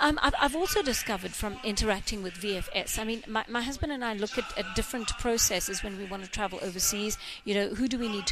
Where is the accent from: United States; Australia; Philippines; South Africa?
South Africa; as a South African citizen